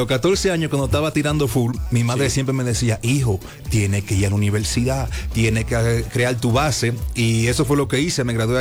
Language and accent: Spanish; Switzerland; En Suiza. Yo nací y me crié en Suiza y resido en Suiza todavía.